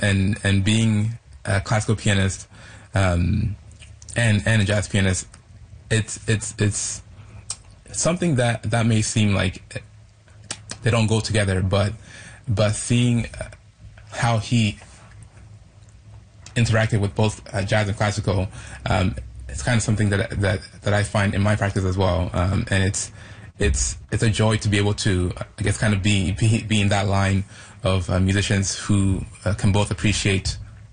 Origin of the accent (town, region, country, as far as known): Canada